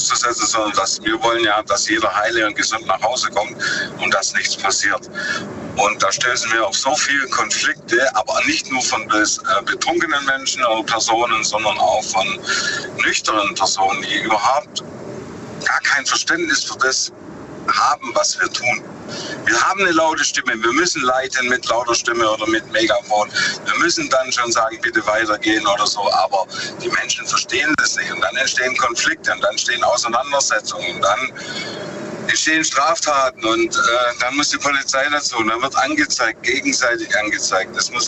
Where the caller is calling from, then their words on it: Lenningen, Baden-Württemberg, Germany; Ich bin aus Lenningen.